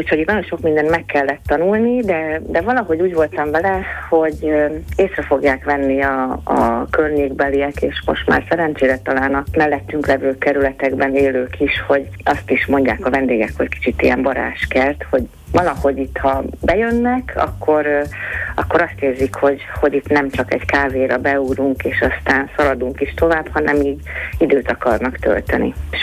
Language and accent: Hungarian; Budapest, Hungary; Mi itt nőttünk fel a 15. kerületben, anyukám is ebben a házban lakott